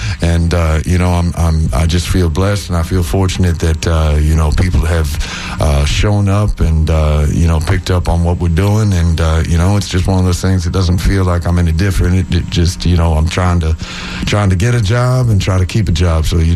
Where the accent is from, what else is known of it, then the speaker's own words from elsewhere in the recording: Orlando, Florida, United States; moved away as an adult; now in Tampa Bay, United States; I moved to Tampa Bay in 2011. And I grew up in Orlando, and I moved to Tampa Bay